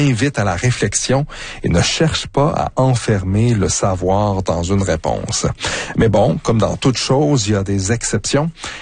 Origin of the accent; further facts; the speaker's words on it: Quebec, Canada; Faut dire que j'ai grandi dans le Québec des années 80 et en tant que garçon, danser c'était pour les efféminés, comme le voulait la rumeur de l'époque.